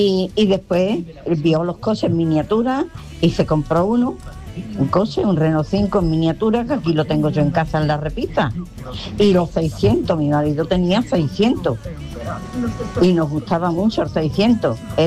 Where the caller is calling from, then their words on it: Alcalá, Spain; de Alcalá.